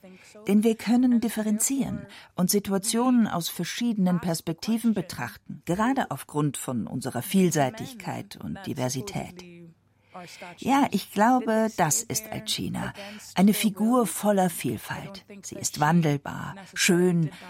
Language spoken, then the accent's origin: German; Trinidad & Tobago; German is a second language; now in Europe; Nach Trinidad komme ich nicht so häufig, aber ich vermisse meine Heimat sehr. Gleichzeitig habe ich hier in Europa gute Orte gefunden, besonders in Bayern und in der Schweiz.